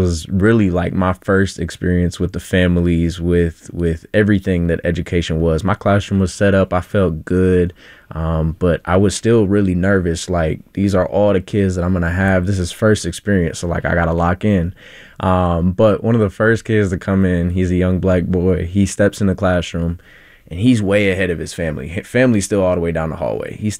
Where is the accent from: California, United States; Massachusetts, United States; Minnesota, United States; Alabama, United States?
Minnesota, United States; Columbia Heights; And I grew up in Columbia Heights, which is an amazing community full of diversity